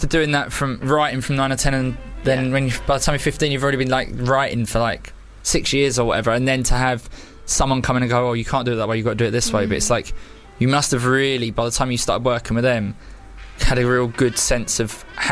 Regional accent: London, United Kingdom; I'm from South East London originally, but...

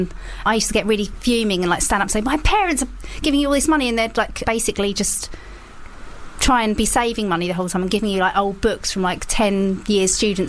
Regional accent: Leigh-on-Sea, East of England, United Kingdom; accent: Essex; I'm from Leigh-on-Sea in Essex.

